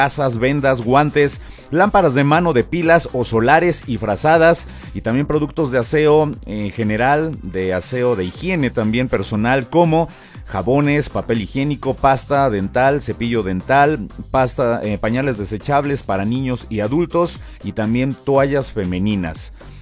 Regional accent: Mexico

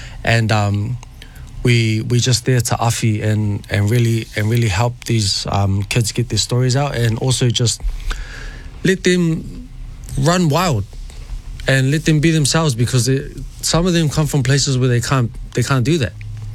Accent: Auckland, New Zealand; And yeah, half Nguyen, half Māori, grew up in Greyland.

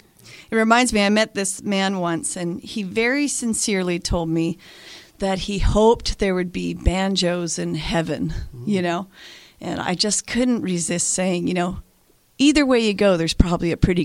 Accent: Victoria, British Columbia, Canada; I was raised in Victoria, British Columbia, and I fell down the rabbit hole of old-time music about 20 years ago.

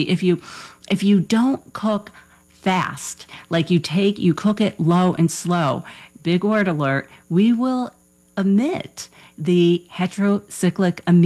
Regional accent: Ireland; And of course, I'm the Irish dietitian, so we don't count alcohol calories.

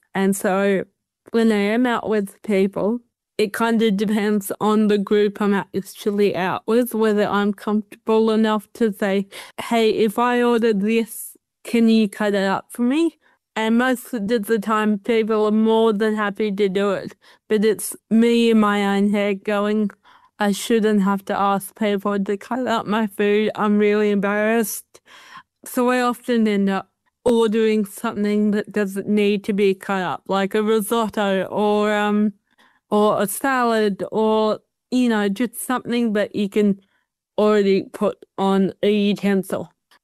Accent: New South Wales, Australia; I mean, I'm from the Hunter Valley, Sam. I love food.

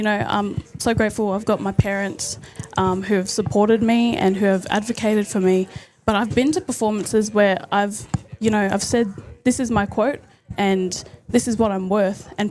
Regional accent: Canberra, Australian Capital Territory, Australia; Yeah, so I was born here and raised here, but my bloodlines are from Brungle, Condo and Griffith, New South Wales.

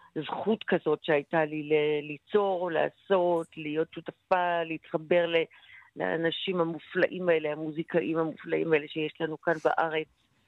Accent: Jerusalem, Jerusalem District, Israel; לא, האמת היא שכאילו במקור אני ירושלמית, כן?

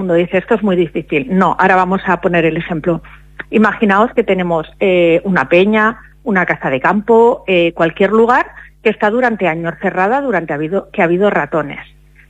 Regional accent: Spain; Somos españoles

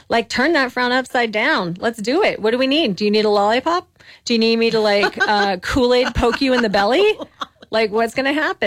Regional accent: Belen, New Mexico, United States; I grew up in Belen. I'm a small town girl.

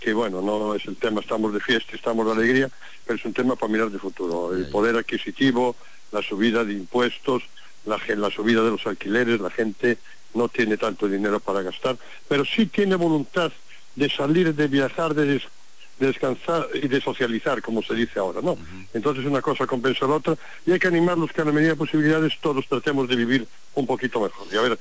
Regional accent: Cambados, Galicia, Spain; me preocupo en mi pueblo, la noche del festival del Albariño, o sea, el sábado, que, bueno, pues es el día fuerte en Cambados, ¿no?

